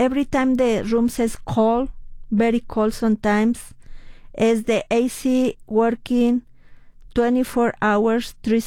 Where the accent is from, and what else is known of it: Mexico City, Mexico; English is a second language; moved away as an adult; now in United States